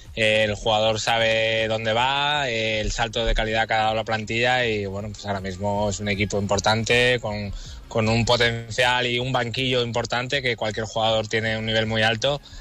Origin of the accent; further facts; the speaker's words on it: Málaga, Andalusia, Spain; Y para mí, siendo malagueño, habiendo jugado en la cantera y luego en el primer equipo, y, bueno, yo vivo aquí, mi casa está aquí